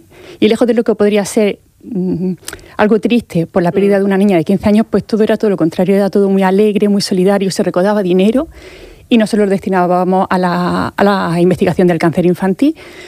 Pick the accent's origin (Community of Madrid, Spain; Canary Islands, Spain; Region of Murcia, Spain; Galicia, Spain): Region of Murcia, Spain; Molina de Segura; En Molina, que nosotros somos de Molina